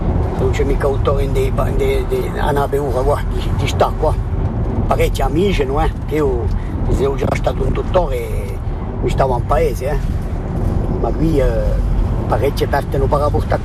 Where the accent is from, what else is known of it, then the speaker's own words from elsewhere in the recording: Vezzani, Corsica, France; Io sono mica qui, io sono di Vezzani e quando posso collo, eh.